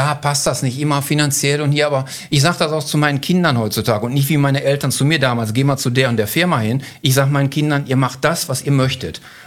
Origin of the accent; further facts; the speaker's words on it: Kleve, North Rhine-Westphalia, Germany; Und wir hatten einen großen Konzern bei uns in Kleve, der Margarine hergestellt hat.